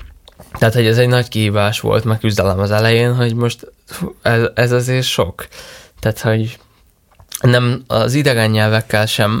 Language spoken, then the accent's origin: Hungarian; Győr-Moson-Sopron, Hungary; én Győr mellől származom